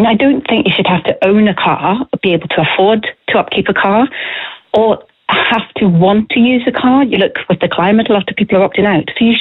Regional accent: Scotland, United Kingdom; moved away as an adult; now in Ireland; I'm from Scotland. I've lived in Ireland 6 years, and Scotland's always been very inclusive in relation to pets on buses.

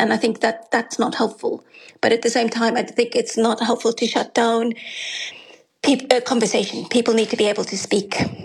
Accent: South Africa; now in Ireland; of being South African living in Ireland, but also at the same time, you know, I am Irish.

